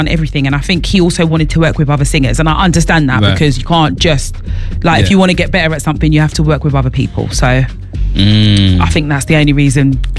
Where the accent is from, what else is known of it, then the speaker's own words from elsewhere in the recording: London, United Kingdom; I'm from South, yeah.